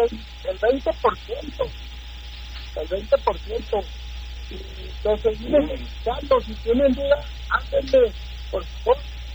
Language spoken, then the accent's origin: Spanish; Mexico; ya como somos los mexicanos, yo pienso que es una parte del amor que nos tiene la gente a nosotros.